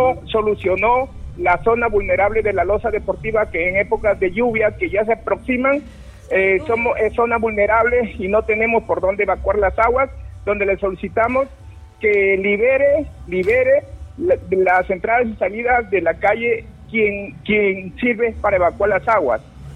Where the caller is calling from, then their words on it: Lambayeque, Peru; quiero hablarle a mi pueblo de Pueblo Joven Federico Villarreal.